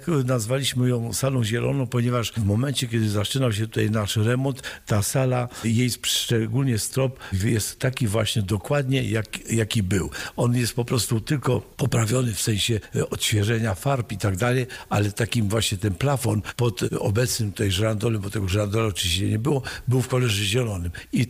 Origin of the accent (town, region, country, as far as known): Skępe, Kuyavian-Pomeranian Voivodeship, Poland; born or raised there; moved away